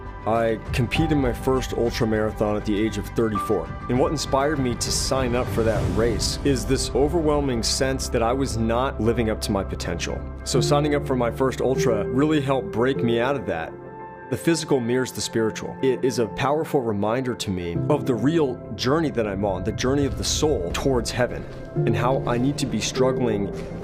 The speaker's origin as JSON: {"language": "English", "town": "Gallup", "region": "New Mexico", "country": "United States", "said": "I'm from Gallup, New Mexico."}